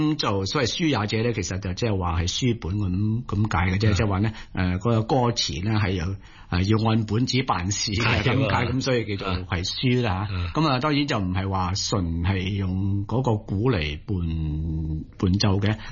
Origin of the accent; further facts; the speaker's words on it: Guangdong, China; 你问我哋广东人咧都系会累咗落去嘅。事实上我自己虽然系听唔掂上海话或者苏州话